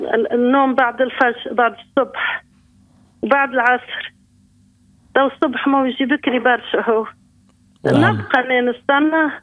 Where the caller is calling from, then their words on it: Nabeul Governorate, Tunisia; أنا من شيرة نابل.